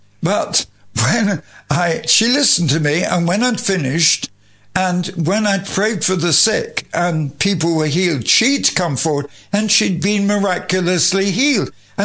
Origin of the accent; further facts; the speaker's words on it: England, United Kingdom; And I'm an Englishman, and if you're listening to me, when I've finished, then come down and bring me a cup of tea.